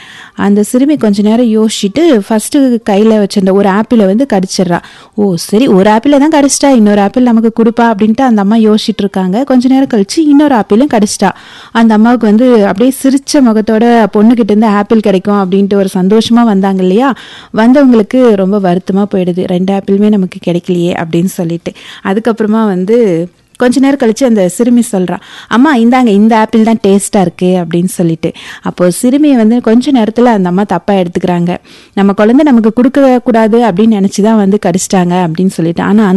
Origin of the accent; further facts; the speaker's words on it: Dharmapuri, Tamil Nadu, India; நானும் தர்மபுரி தான்.